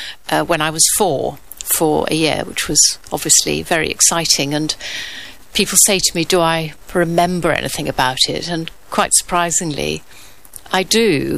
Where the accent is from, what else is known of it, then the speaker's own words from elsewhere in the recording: Bournemouth, South West England, United Kingdom; born there; I was born in Bournemouth, and my father was in the RAF, and both his family and my mother's family came from Bournemouth.